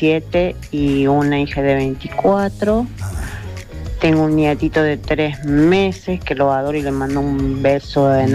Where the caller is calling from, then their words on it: Argentina; de Barrio Colón. Hace 28 años que estoy casada. Tengo dos hijos.